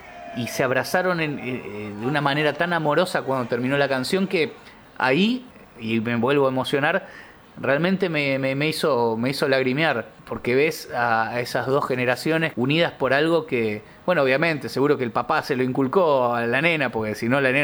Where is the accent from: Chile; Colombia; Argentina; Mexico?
Argentina; es parte de nuestra esencia como argentinos